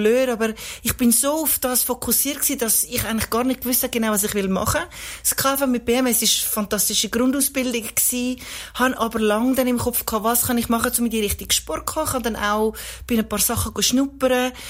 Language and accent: German; Wetzikon, Zurich, Switzerland; born there; Ich bin in Wetzikon, Zürich geboren. Bin in einer sehr behüteten, eigentlich fast perfekten Familie aufgewachsen.